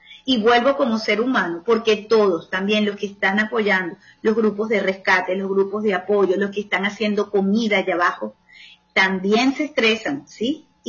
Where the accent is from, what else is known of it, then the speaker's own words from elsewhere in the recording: Venezuela; soy venezolana